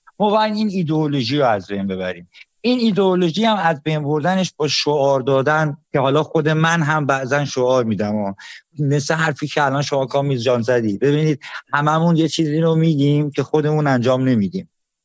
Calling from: Iran; من به عنوان یک ایرانی

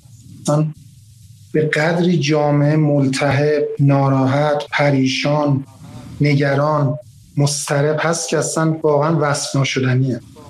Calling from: Tehran, Tehran Province, Iran

